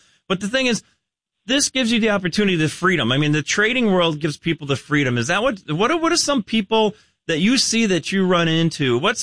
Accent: Midwest, United States; You know, I'm from the Midwest. It's cold

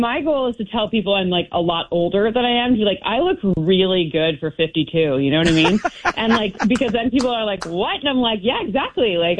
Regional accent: Midwest, United States; I'm a Midwesterner. I understand his interviews did not necessarily go over the way that a Midwestern audience might like to hear.

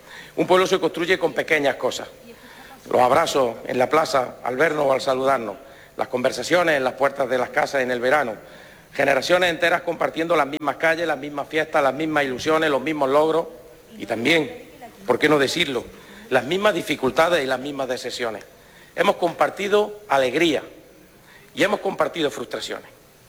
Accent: Marmolejo, Andalusia, Spain; Doy gracias de haber nacido en Marmolejo.

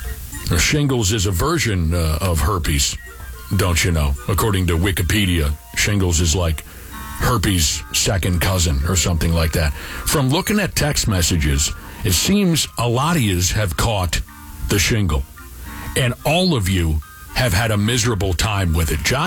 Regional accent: Wayzata, Minnesota, United States; I'm from the Twin Cities. You have to understand, if I was from north of 694, I probably would have more knowledge on herpes.

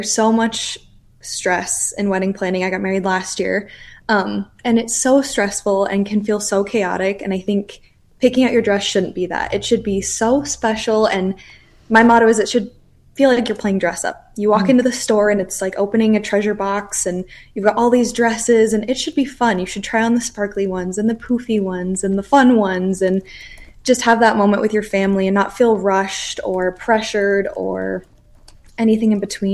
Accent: Belle Fourche, South Dakota, United States; Yes. So I was born and raised in Belle Fourche. So I've been here my whole life.

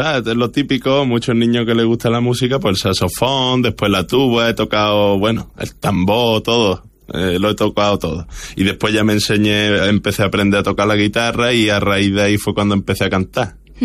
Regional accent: Ardales, Andalusia, Spain; born or raised there

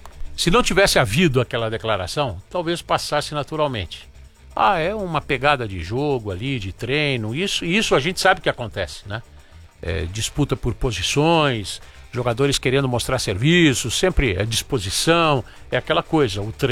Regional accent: Campinas, São Paulo, Brazil; born there; Eu nasci em Campinas.

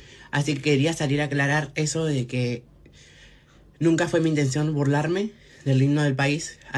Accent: Argentina; soy argentina, obviamente.

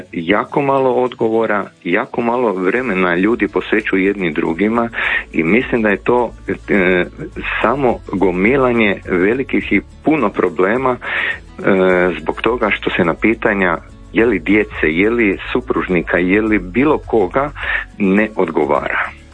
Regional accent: Zagreb, City of Zagreb, Croatia; Ja sam iz Zagreba, Špansko trenutna lokacija.

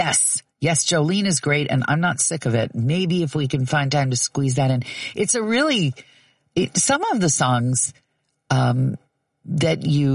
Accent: Kansas, United States; Growing up in Kansas, as I did

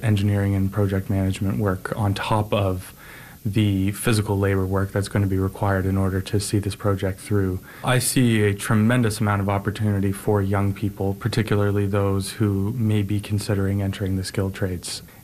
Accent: Ontario, Canada; I moved here from Ontario for a series of reasons, one of which was to be close to family

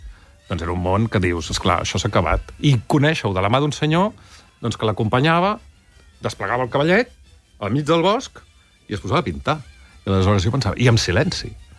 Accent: Barcelona, Catalonia, Spain; also born or lived in Figueres / Agullana; Jo sóc fill de Barcelona. Per raons accidentals, els meus pares venen a viure a Barcelona, però pujo a Figueres amb les festes senyalades, les vacances d'estiu, això sí.

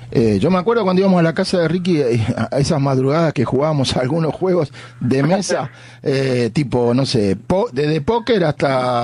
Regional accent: Buenos Aires, Argentina; Nico y yo crecimos en el Villa Pueyrredón, crecimos con él

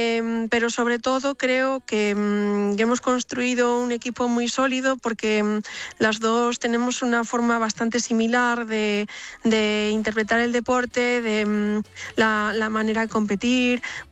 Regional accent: Vigo, Galicia, Spain; ya que aunque yo soy de Vigo, Pontevedra es la ciudad donde empecé a practicar deporte con el atletismo cuando tenía 10 años.

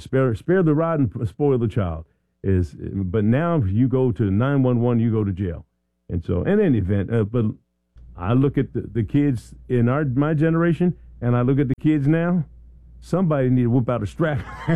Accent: Philadelphia, Pennsylvania, United States; I'm from Philly.

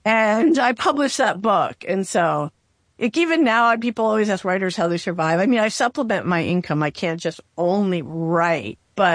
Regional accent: Bergen County, New Jersey, United States; moved away as an adult; also born or lived in San Francisco / Mississippi; So, I'm from Bergen County, New Jersey. And so I never wanted, I'm in New Jersey now, by the way, and I never wanted to go back to New Jersey ever.

